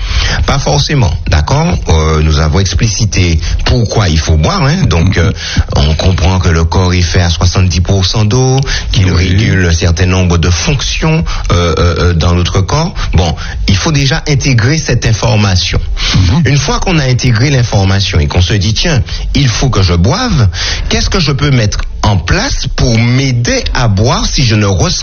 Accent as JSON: {"language": "French", "town": "Paris", "region": "Île-de-France", "country": "France", "said": "je suis un Parisien"}